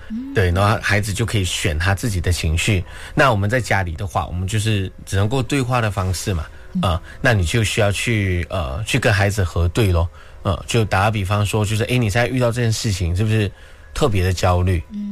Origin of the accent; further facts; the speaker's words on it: Pahang, Malaysia; moved away as an adult; now in Kuala Lumpur, Malaysia; 因为我也是彭亨人，所以其实我在吉隆坡做工